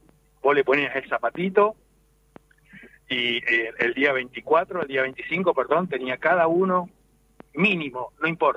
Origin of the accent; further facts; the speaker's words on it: Villa Libertad, Entre Ríos, Argentina; No, nosotros venimos de Entre Ríos, de un pueblito cercano a Chajarí.